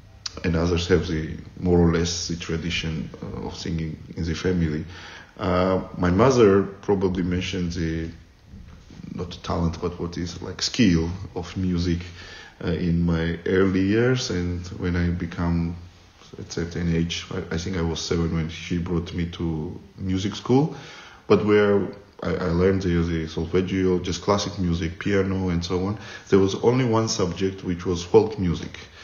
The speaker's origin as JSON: {"language": "English", "town": "Borjomi", "region": "Samtskhe-Javakheti", "country": "Georgia", "tie": "born or raised there", "also_born_or_lived": "Tbilisi", "second_language": "English", "said": "And then in my hometown in Borjomi, they created the boys church choir. I became a member of that choir, and when I moved into Tbilisi, well, that times I was mostly about church music and chanting"}